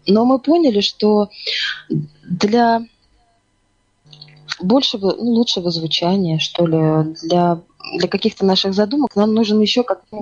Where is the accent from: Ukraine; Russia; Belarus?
Russia; Yantarny, Kaliningrad Oblast; Я в то время жила в поселке Янтарный. Ну, я родилась там, в Калининградской области.